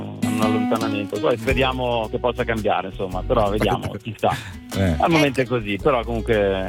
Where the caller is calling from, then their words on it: Milan, Lombardy, Italy; Da Milano